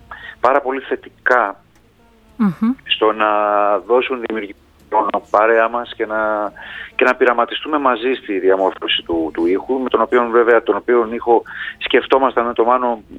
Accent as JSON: {"language": "Greek", "town": "Apeiranthos", "region": "South Aegean", "country": "Greece", "said": "Σωστά, είμαι από την Απείρανθο, καταβολές της μητέρας μου από την Απείρανθο της Νάξου, αυτό το φοβερό χωριό, το Ορεινό."}